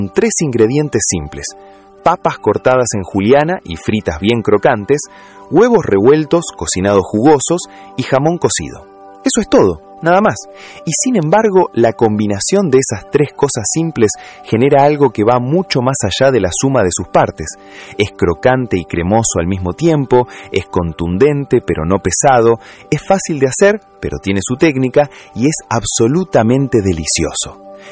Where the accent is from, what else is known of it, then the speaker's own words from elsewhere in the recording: Argentina; nosotros como argentinos